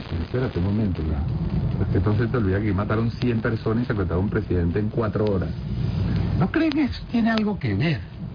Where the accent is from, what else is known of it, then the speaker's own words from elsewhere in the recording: Venezuela; todos somos venezolanos